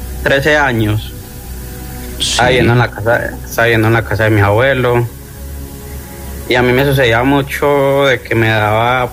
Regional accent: Medellín, Antioquia, Colombia; Yo soy de Medellín.

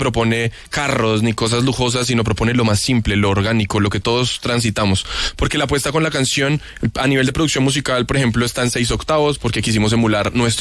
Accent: Colombia; crecimos en un país en el que cuando juega la Selección Colombia o cuando hay algo que realmente nos une, todos somos familia

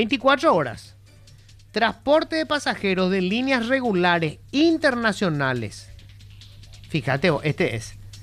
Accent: Asunción, Paraguay; Soy de Asunción y pago mis impuestos acá.

